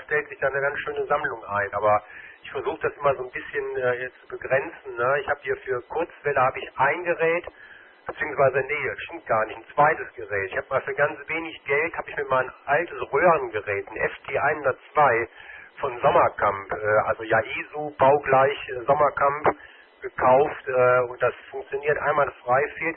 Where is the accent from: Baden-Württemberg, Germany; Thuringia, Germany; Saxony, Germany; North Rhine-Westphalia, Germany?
North Rhine-Westphalia, Germany; Meerbusch; ich komme ja gebürtig aus Meerbusch, ne, habe ich glaube ich schon mal erzählt, ne, ja, aus Meerbusch Lang, aus dem Ortsteil Lang.